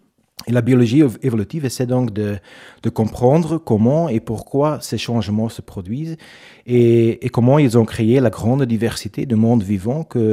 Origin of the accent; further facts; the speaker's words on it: Belgium; moved away as an adult; comme je suis belge, c'est aussi très, très agréable de pouvoir revenir travailler en Belgique.